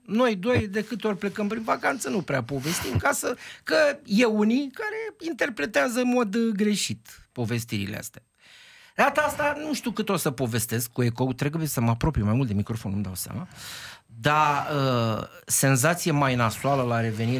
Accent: Romania

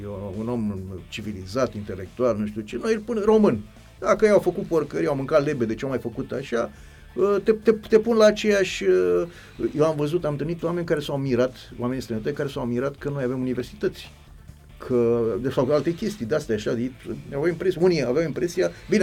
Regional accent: Algeria; Eu am copilărit mulți ani, am copilărit în Algeria.

